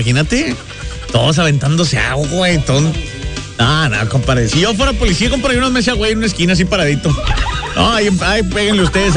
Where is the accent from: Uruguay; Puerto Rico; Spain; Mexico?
Mexico; Somos mexicanos, ni modo.